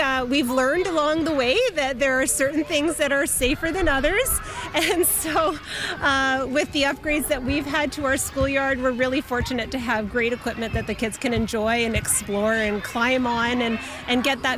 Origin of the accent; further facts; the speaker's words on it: Toronto, Ontario, Canada; now in Sudbury, Canada; I grew up in Scarborough, Ontario, in the suburbs of Toronto.